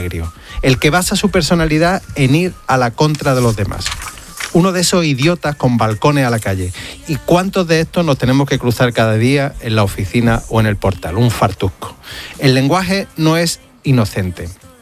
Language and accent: Spanish; Córdoba, Andalusia, Spain; Yo nací en Córdoba y llevo conmigo unas cuantas palabras de mi tierra allí donde vaya. En mi ciudad decir pego es decir tontería.